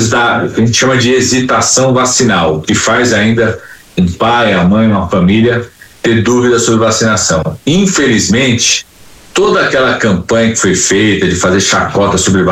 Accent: São Paulo, Brazil; also born or lived in Amazon region; eu sou de São Paulo, mas quando tinha terminado a minha especialização, que a gente chama residência, né, em doenças infecciosas, eu fui montar um núcleo da USP lá no meio da região amazônica.

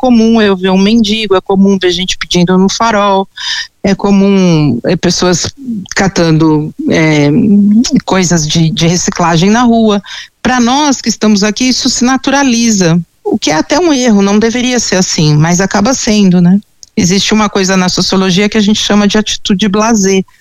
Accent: São Paulo, Brazil; eu sou aqui de São Paulo, eu desci em Cumbica, e eu até hoje eu moro na Zona Leste, na época eu morava aqui também, né, mas num outro bairro.

